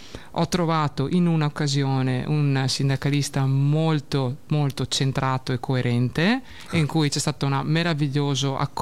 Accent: Veneto, Italy; Giustissimo, no? Okay. Veneta doc.

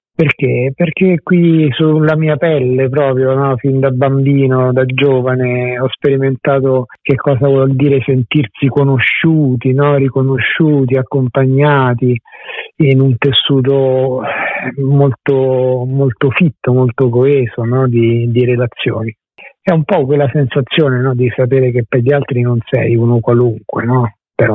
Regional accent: Rome, Lazio, Italy; Io sono nato e cresciuto a Roma, sono entrato in seminario, al Seminario Romano Maggiore

